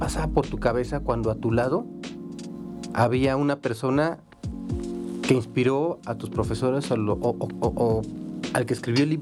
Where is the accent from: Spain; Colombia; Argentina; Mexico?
Mexico; Como mexicanos y como creativos y como colegas.